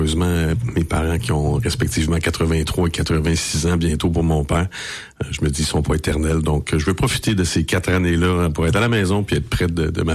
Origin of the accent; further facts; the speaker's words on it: Joliette, Quebec, Canada; born there; also born or lived in Trois-Rivières / Sherbrooke; Moi, jusqu'à 1974, on n'était pas à Joliette. Mon père était transféré à Joliette en 1974, puis par la suite... On n'est pas redéménagé, on s'est enraciné ici, à Saint-Charles-Borromée, en fait.